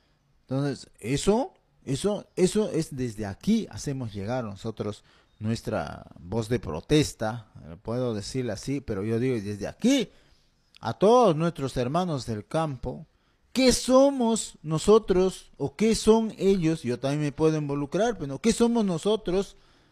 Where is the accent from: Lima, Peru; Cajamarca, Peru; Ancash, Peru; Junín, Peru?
Junín, Peru; Pichanaki; yo también soy de Pichanaki.